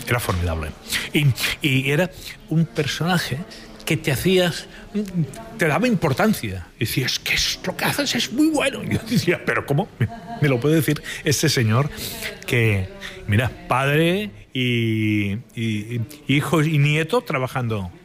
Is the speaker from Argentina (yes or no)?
no; Barcelona, Catalonia, Spain; Para yo soy de San Andreu, que es un barrio que está bastante lejos